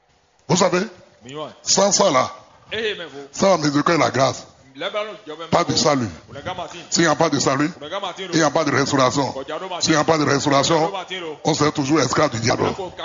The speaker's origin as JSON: {"language": "French", "country": "Benin", "said": "Malgré que je suis béninois"}